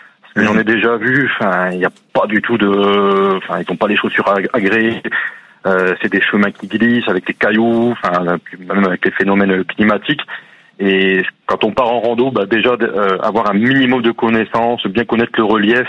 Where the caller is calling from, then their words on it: Saint-Pierre-d'Irube, Nouvelle-Aquitaine, France; moi je vous appelle des Pyrénées-Atlantiques, à côté de Bayonne sur Saint-Pierre-d'Irube